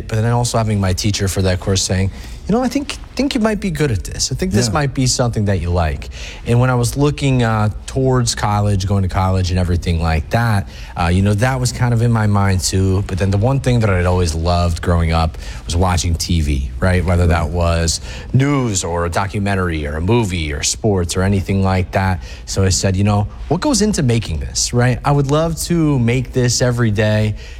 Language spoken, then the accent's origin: English; Lake Placid, New York, United States; moved away; I grew up in the Adirondacks in Lake Placid.